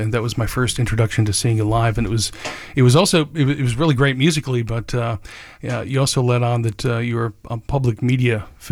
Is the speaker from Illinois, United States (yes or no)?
no; Minnesota, United States; those 30 belows from growing up in Minnesota